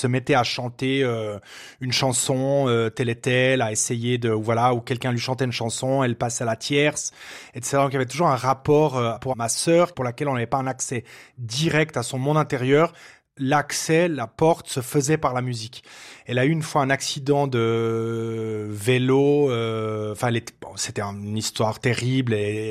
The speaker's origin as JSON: {"language": "French", "region": "Fribourg", "country": "Switzerland", "tie": "born or raised there", "said": "ce qu'il faut savoir, c'est qu'à Fribourg, on parle pas très très bien."}